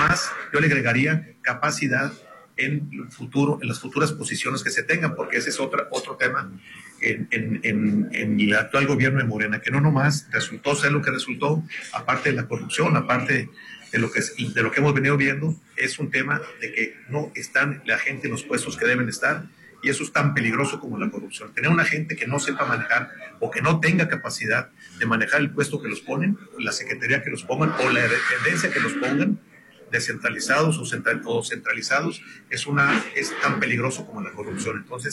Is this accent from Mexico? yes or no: yes; Sinaloa, Mexico; Yo primero que todo, pues soy sinaloense, yo estoy por mi estado, obviamente.